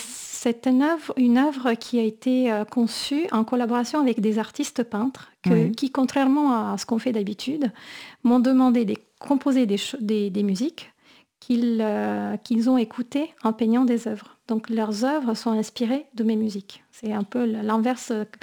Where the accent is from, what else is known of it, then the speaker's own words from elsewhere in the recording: Bari, Apulia, Italy; voilà, je suis de Bari.